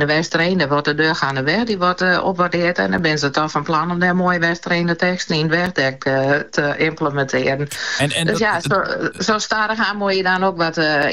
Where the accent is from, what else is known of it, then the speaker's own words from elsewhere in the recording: Gerkesklooster-Strobos, Friesland, Netherlands; ik kom zelf uit Gerkenskloster Strobos.